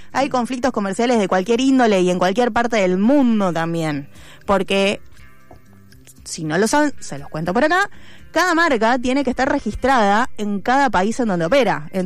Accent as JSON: {"language": "Spanish", "country": "Argentina", "said": "nosotros como ciudadanos argentinos"}